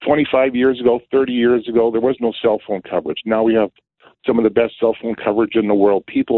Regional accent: Manitoba, Canada; And I think that even for someone like myself, I came from Manitoba, and 47 years ago, I worked on all these major projects.

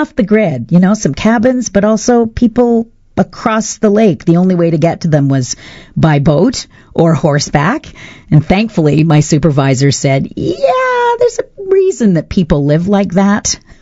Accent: Williams Lake, British Columbia, Canada; moved away; I was home from school in my hometown of Williams Lake out in BC

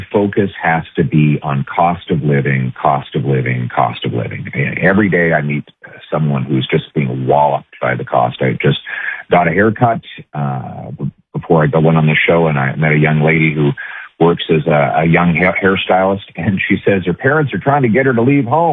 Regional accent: Alberta, Canada; We grew up in Alberta, of course.

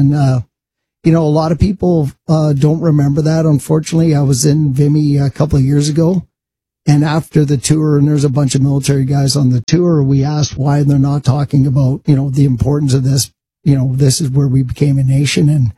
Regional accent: Canada; the Americans couldn't tell me as a Canadian

